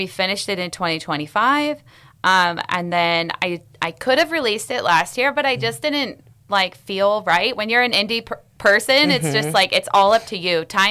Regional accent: California, United States; also born or lived in Nashville / Los Angeles / New York; now in Sonoma, United States; Well, I was living in Nashville. I grew up in Lake Tahoe.

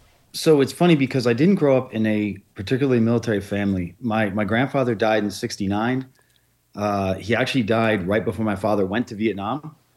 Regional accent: Westfield, New Jersey, United States; also born or lived in New York City; So I grew up in East New Jersey. I went to high school and you know, all my schooling was in Westfield.

